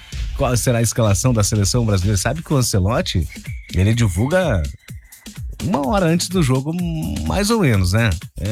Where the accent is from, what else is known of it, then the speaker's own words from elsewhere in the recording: Brazil; nós somos brasileiros